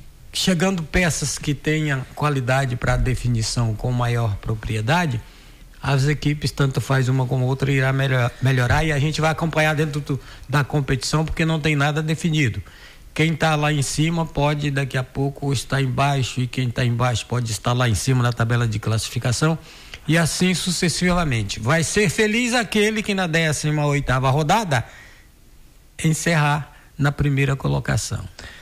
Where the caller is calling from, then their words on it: Brazil; Eu sou brasileiro. Eu sou brasileiro